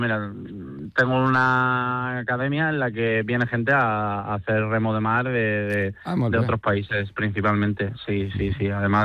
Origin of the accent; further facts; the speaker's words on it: Torrevieja, Valencian Community, Spain; yo empecé a remar en mi ciudad natal, en Torrevieja.